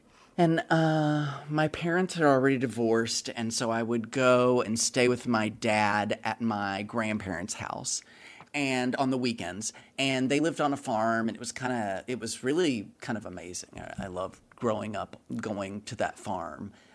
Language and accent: English; the South, United States; now in Honolulu, United States; Because I'm from the South.